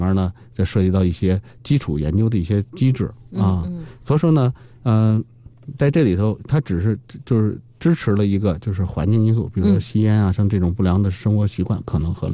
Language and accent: Chinese; China